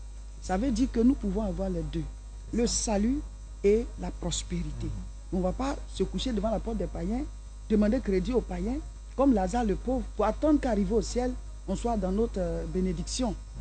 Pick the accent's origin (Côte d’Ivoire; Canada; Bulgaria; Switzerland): Côte d’Ivoire; now in France; Je ne suis pas ici, je suis venu de la France, je suis ivoirien d'origine, mais je ne vis pas ici.